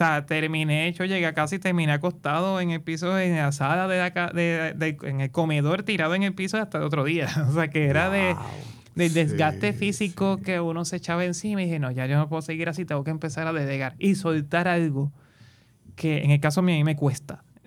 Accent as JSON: {"language": "Spanish", "town": "Ponce", "country": "Puerto Rico", "tie": "born or raised there", "said": "Primero yo empecé cantando en los coros de Ponce mismo."}